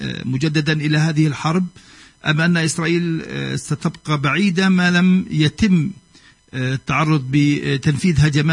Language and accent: Arabic; Palestine; علينا كفلسطينيين